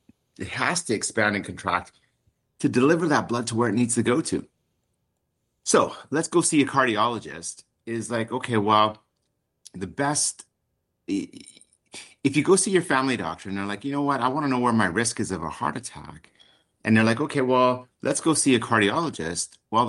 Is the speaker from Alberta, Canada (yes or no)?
yes; Alberta, Canada; I'm from Alberta and a lot of farmers out there